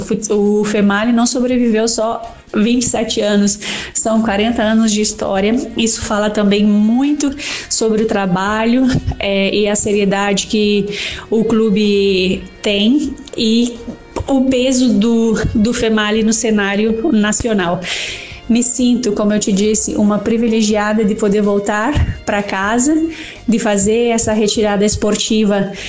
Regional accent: Chapecó, Santa Catarina, Brazil; moved away as an adult; essa volta para Chapecó, com a volta para minha terra

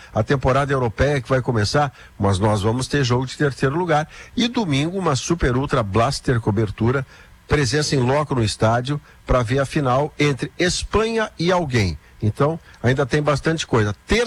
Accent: Porto Alegre, Rio Grande do Sul, Brazil; born there; Eu adoro ser brasileiro, nasci no Ernesto Ornelis em Porto Alegre, gosto demais da nossa língua

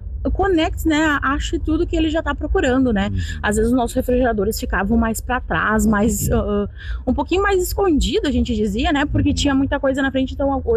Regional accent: Restinga Seca, Rio Grande do Sul, Brazil; Eu sou de Restinga

